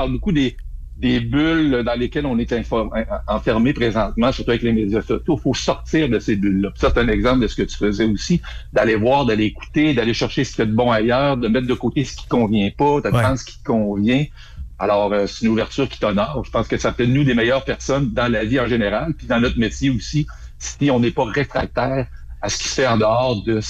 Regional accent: Quebec City, Quebec, Canada; moved away as an adult; also born or lived in Alberta; quand je suis parti de Québec, après mes études universitaires, je suis allé travailler en Alberta

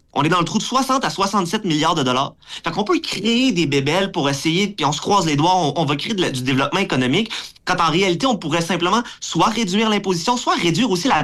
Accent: Quebec, Canada; en tant que Québécois, en tant que Canadien

